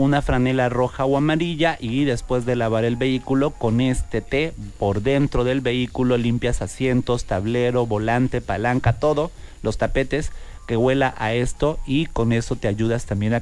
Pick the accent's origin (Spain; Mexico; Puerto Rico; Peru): Mexico